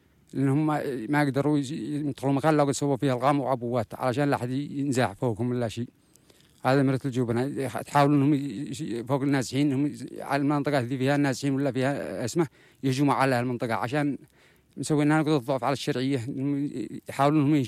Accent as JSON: {"language": "Arabic", "area": "Sirwah District", "region": "Marib", "country": "Yemen", "moved": "as an adult", "lives_now": "displacement camp, Yemen", "said": "من أبا محافظة مأرب مديرية صرواح، العمر 32 سنة."}